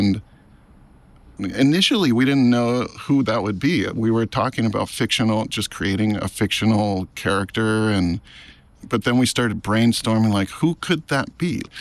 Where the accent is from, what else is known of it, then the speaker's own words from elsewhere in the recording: Maui, Hawaii, United States; I grew up on Maui. I think I didn't realize how sheltered I was until I was working at that group home.